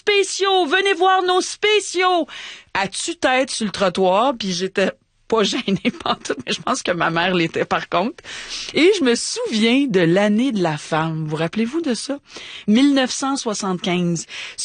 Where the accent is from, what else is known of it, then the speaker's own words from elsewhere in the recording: Montreal, Quebec, Canada; puis tellement qu'elle avait une boutique de vêtements à Villemar, dans le sud-ouest de Montréal, là où j'ai grandi.